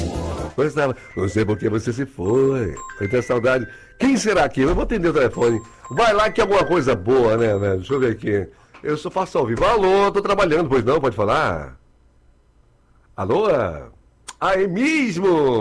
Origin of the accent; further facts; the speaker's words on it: Salvador, Bahia, Brazil; Eu sou de Salvador, Bahia.